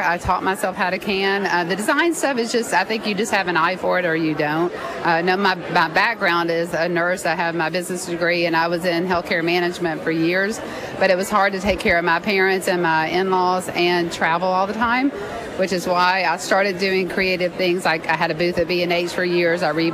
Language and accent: English; Nashville, Tennessee, United States; moved away as an adult; now in Danville, United States; I wasn't from Danville. I was from Nashville, Tennessee.